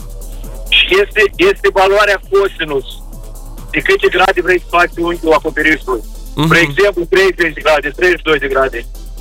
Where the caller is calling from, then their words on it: Chișinău, Moldova; Sunt din Chișinău